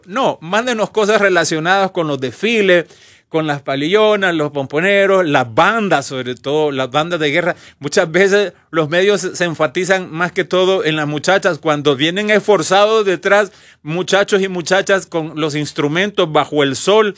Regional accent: Honduras

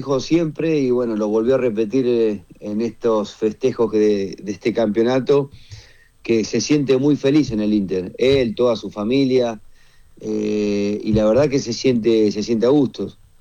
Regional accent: Argentina; Después, como argentino, me pone muy, muy contento que sea el capitán

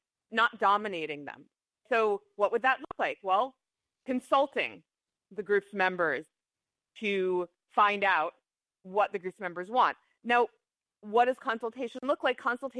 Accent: United States; I grew up in the United States. I know examples from the United States. And so I tried to write from a context that I'm familiar with.

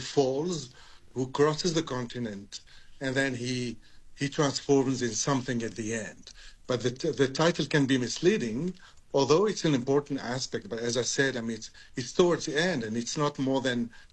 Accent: Tunisia; English is a second language; now in South Africa; So as a Tunisian doctor, because I come from Tunisia, North Africa

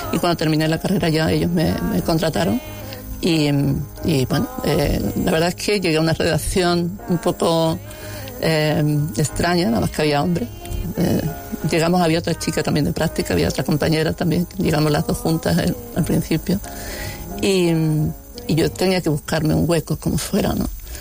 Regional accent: Algeciras, Andalusia, Spain; now in Málaga, Spain; Mi hermano mayor, que era DJ en una discoteca en Algeciras, que yo nací en Algeciras.

